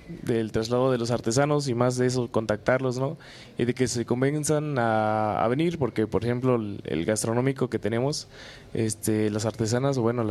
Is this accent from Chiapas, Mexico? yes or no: yes; Palenque, Chiapas, Mexico; moved away; Y tenemos zonas tropicales, que es la selva Lacandona, la parte de Ocosingo, Tumbalá, Palenque, de donde soy originario